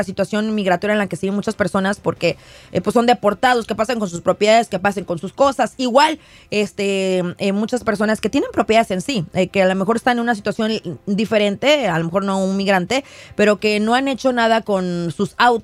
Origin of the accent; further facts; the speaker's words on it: Mexico; así somos los mexicanos.